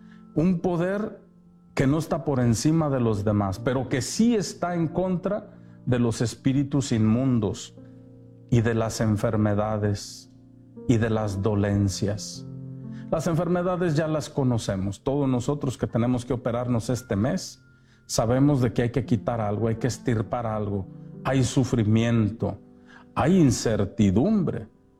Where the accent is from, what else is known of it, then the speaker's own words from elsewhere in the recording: Zapotitlán de Vadillo, Jalisco, Mexico; moved away; Yo me recuerdo allá en mi pueblo cuando tenía que caminar de las barrancas de Zapotitlán de Vadillo a Tolimán.